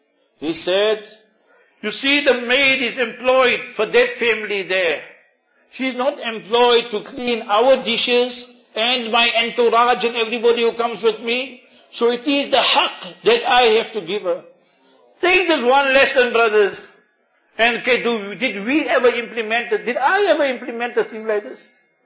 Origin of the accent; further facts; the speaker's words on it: Karachi, Sindh, Pakistan; I came from Karachi, 74, I went to go study.